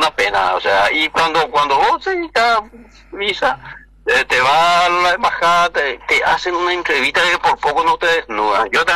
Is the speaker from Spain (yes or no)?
no; Paraguay; yo soy un legislador paraguayo